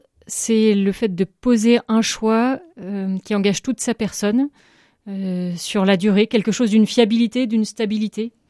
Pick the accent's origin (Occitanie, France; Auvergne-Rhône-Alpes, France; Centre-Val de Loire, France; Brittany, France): Brittany, France; Lannion; J'ai grandi dans les Côtes d'Armor, donc voisine d'ici, à Lannion. Dans une famille chrétienne pratiquante, famille nombreuse